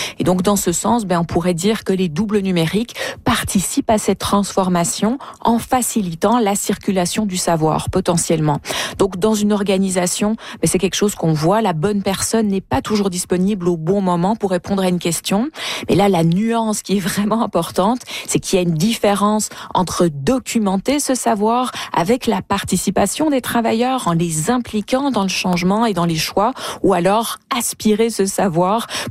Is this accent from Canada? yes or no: yes; Canada; chez nous, au Canada